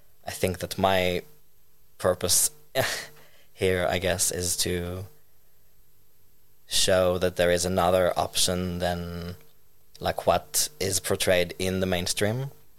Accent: Palestine; moved away as an adult; now in Finland; I'm an artist and filmmaker. I'm Jew of Moroccan descent, anti-Zionist. Was born and raised in Palestine, and now I live in Finland since 1 year.

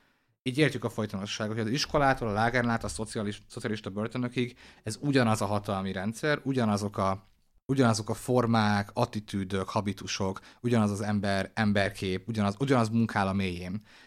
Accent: Hungary; Itt érzem magam, hát igazából sértve magyarként. Úgyhogy ennek a társadalomnak a tagja vagyok

